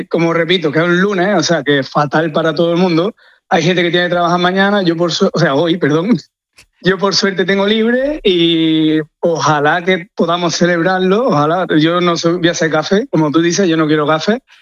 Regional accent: Lucena, Andalusia, Spain; Además, soy paisano de Manolo Lama, soy de Lucena.

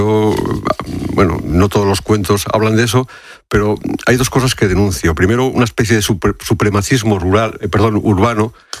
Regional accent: Fermoselle, Castile and León, Spain; Eso es una casa de mi pueblo, de Fermoselle.

